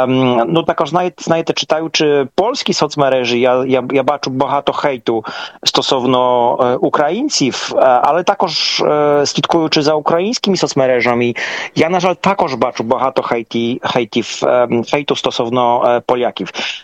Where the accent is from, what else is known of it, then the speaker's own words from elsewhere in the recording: Poland; ми поляки